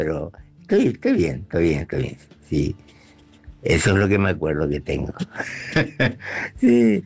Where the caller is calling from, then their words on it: Clorinda, Formosa, Argentina; de Clorinda Formosa.